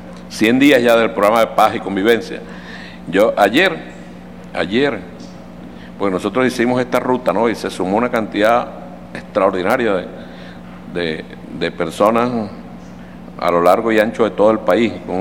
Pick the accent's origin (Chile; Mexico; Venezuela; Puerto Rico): Venezuela; país unido como venezolanos y como venezolanos.